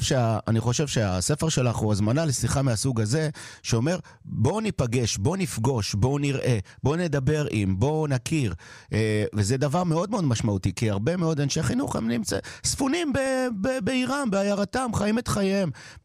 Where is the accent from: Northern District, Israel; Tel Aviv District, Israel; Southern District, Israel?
Southern District, Israel; Sderot; אנחנו מסדרות